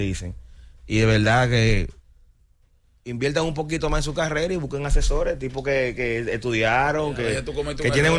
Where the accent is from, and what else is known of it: Dominican Republic